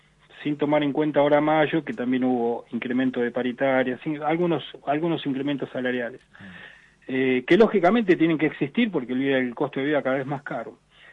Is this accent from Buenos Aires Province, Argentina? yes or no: no; Chubut, Argentina; nosotros somos … de Chubut